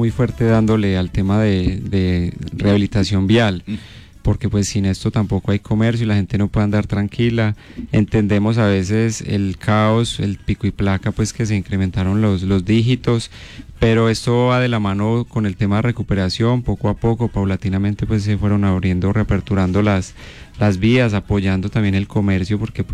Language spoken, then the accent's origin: Spanish; Pereira, Risaralda, Colombia; yo soy pereirano.